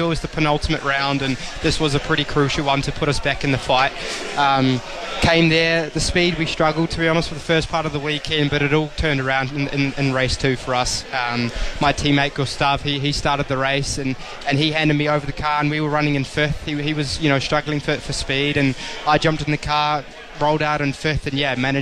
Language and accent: English; New Zealand; He's Polish, I'm a Kiwi, we're from opposite sides of the world, but we get along really well.